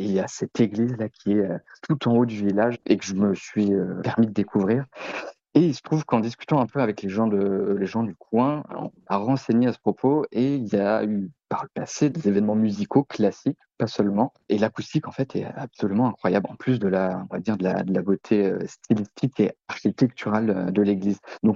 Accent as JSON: {"language": "French", "town": "Lannion", "region": "Brittany", "country": "France", "said": "Moi, en fait, je suis originaire de Lannion, un tout petit peu au nord de Lokenvel, de Belle-Île-en-Terre."}